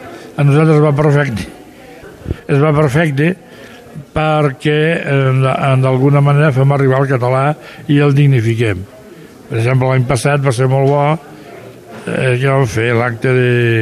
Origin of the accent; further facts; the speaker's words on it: Aragon, Spain; Per exemple, el meu poble, Estoril, Sant Sigofestes, no sé, potser està. I té 1.000 habitants, n'haurà pujat a 3 o 4.000. Aquests 3 o 4.000 tots parlen català